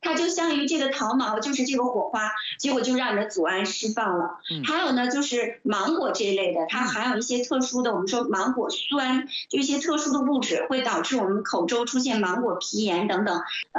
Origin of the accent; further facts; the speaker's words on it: China; 我们中国人